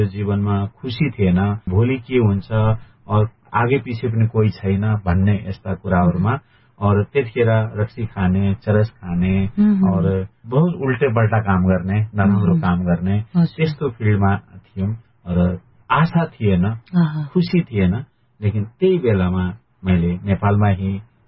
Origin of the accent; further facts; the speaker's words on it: Birkot, Lumbini Province, Nepal; now in India; मेरो गाउँ बिरकोट हो, जिल्ला पाल्पा हो, र म त्यतिखेर सानै थिएँ, त्यो आमा बित्नु भयो, र आमा बितेर फेरि बुवाले अर्को बिहा गर्नुभयो।